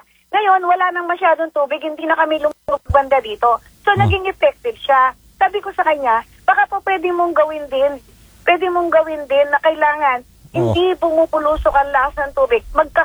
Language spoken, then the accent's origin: Tagalog; Central Luzon, Philippines; Ang probinsya ko lang ang sinasabi ko, sigilan na yung flood control.